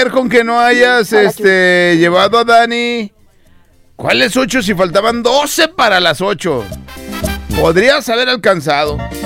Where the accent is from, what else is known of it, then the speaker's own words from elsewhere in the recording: Pénjamo, Guanajuato, Mexico; now in Tlajomulco, Mexico; desde Tlajomulco, pero soy de Pénjamo, Guanajuato.